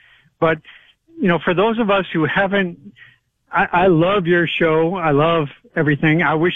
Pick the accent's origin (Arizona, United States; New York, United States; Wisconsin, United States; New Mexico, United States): Arizona, United States; Sedona; And, well, I grew up in Sedona, Arizona.